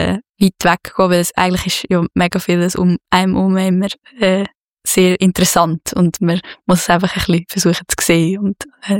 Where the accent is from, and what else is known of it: Switzerland